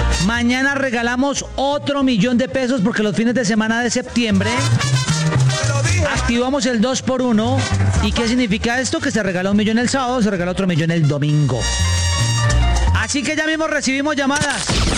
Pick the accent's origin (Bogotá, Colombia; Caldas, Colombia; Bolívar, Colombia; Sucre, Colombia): Bogotá, Colombia; yo soy más rolo que la changua